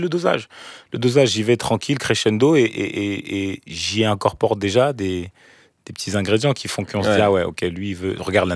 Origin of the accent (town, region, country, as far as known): Cameroon